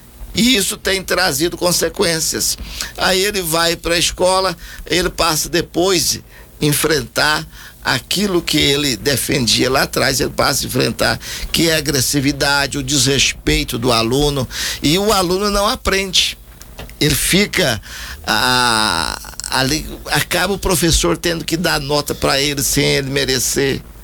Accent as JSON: {"language": "Portuguese", "town": "Goiânia", "region": "Goiás", "country": "Brazil", "tie": "born there", "also_born_or_lived": "Paineiras, Minas Gerais / Abaeté, Minas Gerais", "said": "Nasci em Paineiras, Minas Gerais, mas fui registrado em Abaeté. Mas bem criança eu já vim para Goiânia e estou aqui em Goiás certeza. Então eu sou mais goiano do que mineiro."}